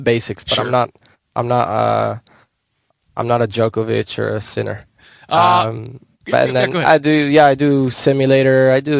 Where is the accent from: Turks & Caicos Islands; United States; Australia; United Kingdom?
United States; Miami, Florida; I'm from Miami, Florida. I was born and raised there. My dad is Argentinian. My mom is Cuban. I also have some Italian background.